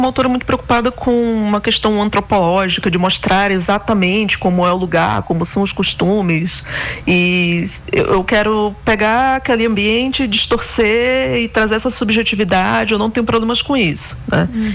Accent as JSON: {"language": "Portuguese", "town": "Manaus", "region": "Amazonas", "country": "Brazil", "moved": "yes", "lives_now": "São Paulo, Brazil", "said": "eu vou e volto, né? Minha família ainda está em Manaus, eu sou de Manaus de fato. E sempre vou estar retornando para aí, né?"}